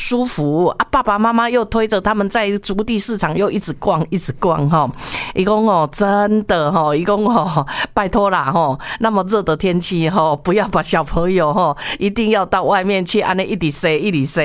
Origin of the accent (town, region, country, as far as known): Taiwan